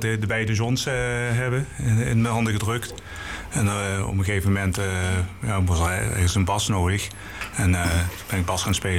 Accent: Limburg, Netherlands; accent: soft G; moved away; ik heb een beetje een zachte G. Ik kom oorspronkelijk zeg maar uit Midden-Limburg.

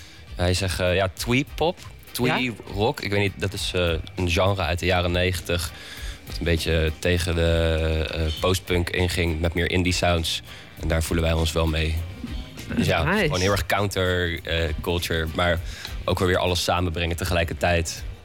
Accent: The Hague, South Holland, Netherlands; ik kom uit Den Haag.

